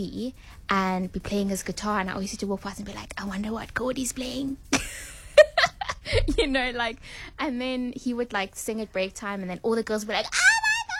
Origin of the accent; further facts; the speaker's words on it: Fish Hoek, Western Cape, South Africa; And it's all about being a valley girl. So, like, I'm from Fishhook, guys.